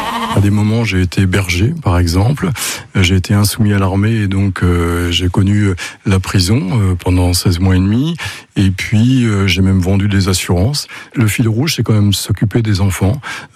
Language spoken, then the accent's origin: French; Le Mans, Pays de la Loire, France; born there; je suis né au Mans il y a 73 ans.